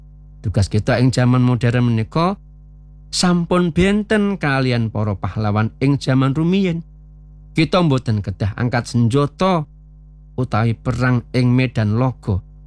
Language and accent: Javanese; Java, Indonesia; Minangka tiyang Jawi, kita nggadahi warisan luhur wujud subasita, tata krama lan unggah-ungguh.